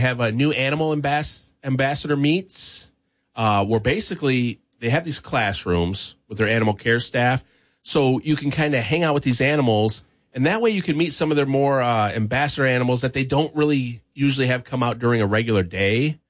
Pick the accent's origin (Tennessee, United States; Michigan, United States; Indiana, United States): Michigan, United States; Battle Creek; I'm from Battle Creek, born and bred, Serial City